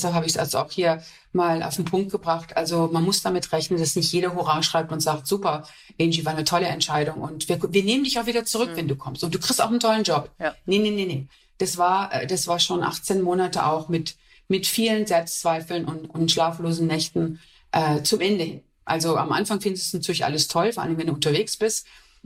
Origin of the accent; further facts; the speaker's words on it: Essen, North Rhine-Westphalia, Germany; born there; Und ich bin in Essen geboren, ich komme aus dem Ruhrpott.